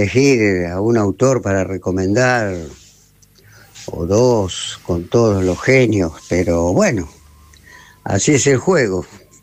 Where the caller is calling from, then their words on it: Buenos Aires, Argentina; de Montecastro.